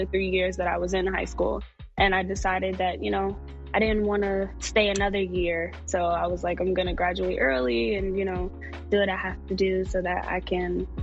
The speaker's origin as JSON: {"language": "English", "region": "New York", "country": "United States", "tie": "born or raised there", "lives_now": "Atlanta, United States", "said": "Just growing up in the projects, just being a kid in that neighborhood, you see a lot. You're exposed to a different part of life. And I would say life in New York, it was"}